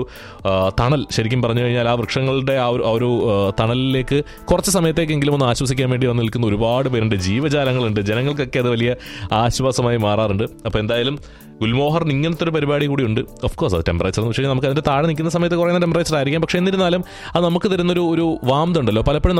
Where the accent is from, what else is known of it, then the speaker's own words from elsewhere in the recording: Kerala, India; ഇപ്പോൾ coming back from നമ്മുടെ കേരളത്തിൽ നിന്ന് വരുന്നവരായതുകൊണ്ട് തന്നെ